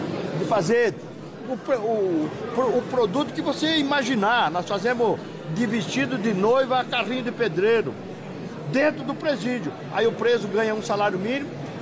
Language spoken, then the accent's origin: Portuguese; Herval d'Oeste, Santa Catarina, Brazil; Eu sou do interior, eu sou de Herval Oeste